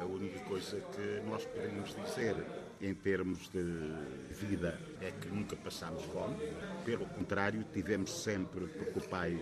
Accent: Portugal; Sou natural de Escarilho.

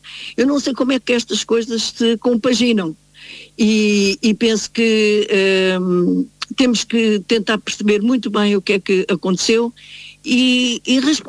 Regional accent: Portugal; nós enquanto portugueses

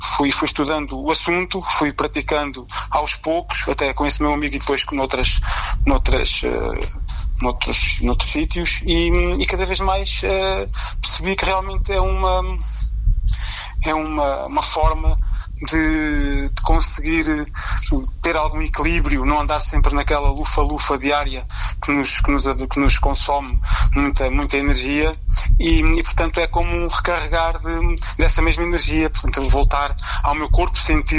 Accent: Abrantes, Centro, Portugal; now in Alfarrede, Portugal; portanto, eu tenho 52 anos, sou natural de Abrantes, vivo em Alfarrede

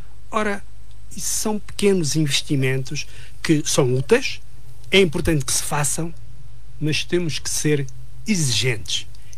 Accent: Madeira, Portugal; moved away; Eu sou madeirense

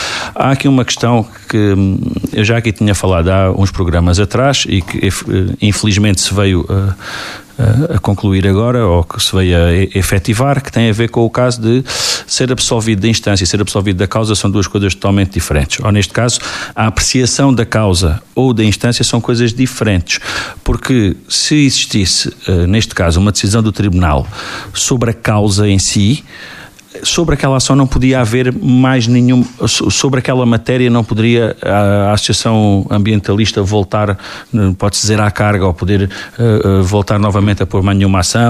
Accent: Alentejo, Portugal

